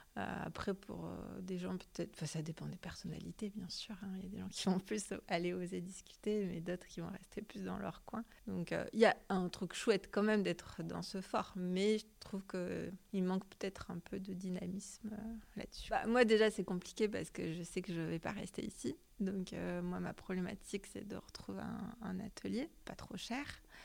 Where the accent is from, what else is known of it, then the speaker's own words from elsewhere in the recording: Toulouse, Occitanie, France; now in Le Havre, France; ça fait 11 ans que je suis au Havre, mais à la base, je suis de Toulouse.